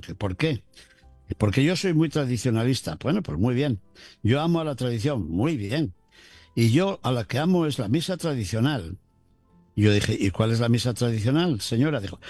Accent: Spain; moved away; en mi tierra de España, en Toledo

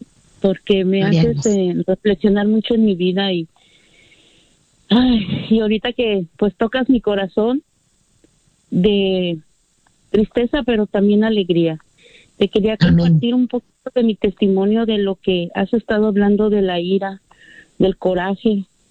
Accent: Guadalajara, Jalisco, Mexico; Crecí con una familia muy disfuncional, soy de Guadalajara

